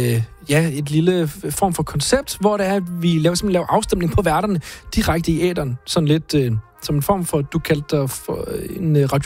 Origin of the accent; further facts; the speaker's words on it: Central Denmark Region, Denmark; accent: Jutlandic; moved away; jeg taler ude fra Westjylland, hvor jeg kommer fra.